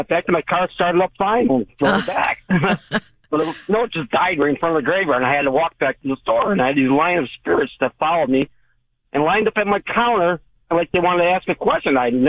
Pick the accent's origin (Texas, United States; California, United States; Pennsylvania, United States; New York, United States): New York, United States; now in Maui, United States; I'm from Maui, Hawaii.